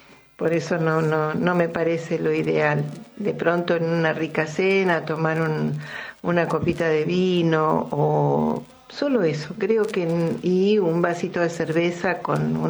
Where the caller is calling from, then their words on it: Buenos Aires, Argentina; Te dejo un cariño grande … de Devoto.